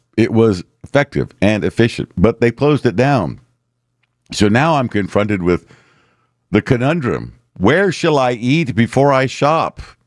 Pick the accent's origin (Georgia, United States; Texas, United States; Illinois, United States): Texas, United States; Houston; I moved back home to the part of town that I grew up in. And when I came home from the Army and I went to college and blah, blah, blah, I didn't live in Spring Branch. I have now moved, not with my parents, I've moved back into the branch.